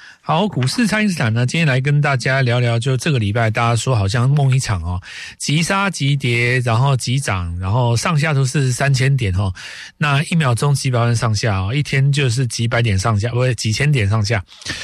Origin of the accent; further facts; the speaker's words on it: Taiwan; 那我们台湾这边的话，